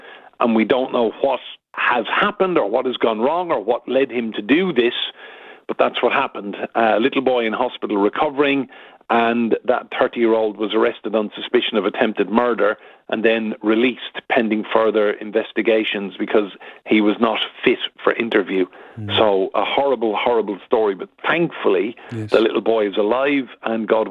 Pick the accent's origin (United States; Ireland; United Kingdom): Ireland; Well, I'm Irish, Pat, so it's my English team.